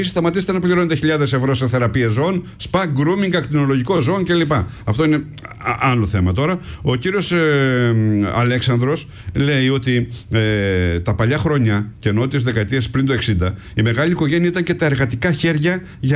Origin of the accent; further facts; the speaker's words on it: Livadi, Greece; μέσα στο χωριό μου, στο Λιβάδι